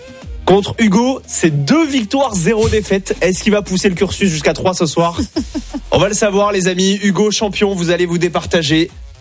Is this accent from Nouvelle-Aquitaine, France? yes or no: yes; Mont-de-Marsan, Nouvelle-Aquitaine, France; Et il a dit ça parce que je viens de Mont-de-Marsan